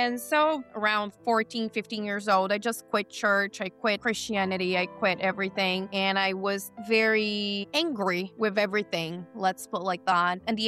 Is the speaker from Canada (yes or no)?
no; São Paulo, Brazil; moved away as an adult; now in United States; I am born and raised in Brazil. I've been living here in America for 2 years so far. I married a Texan. Howdy, everybody. And I was born in the countryside of São Paulo State in Brazil.